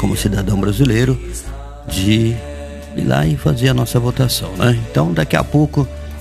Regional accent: Brazil; a nossa obrigação aí como brasileiro de fazer a nossa votação também

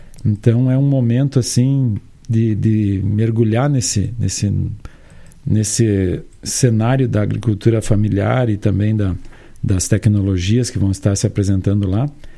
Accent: Vacaria, Rio Grande do Sul, Brazil; also born or lived in Antônio Prado; Antônio Prado, eu também sou nascido lá, mas me criei aqui em Vacaria, agora estou voltando lá também

